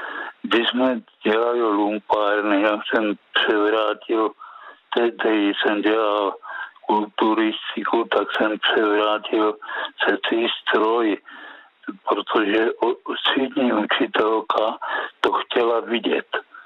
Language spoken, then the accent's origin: Czech; Strážnice, South Moravian Region, Czechia; born there; moved away; also born or lived in Brno; kdy jsem se narodil ve Strážnici.